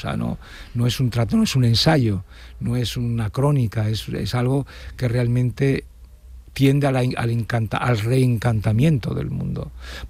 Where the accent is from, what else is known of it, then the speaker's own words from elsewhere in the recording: León, Castile and León, Spain; Yo soy poco de León también, ¿eh? Yo he sido de León, pero ahora quizás menos.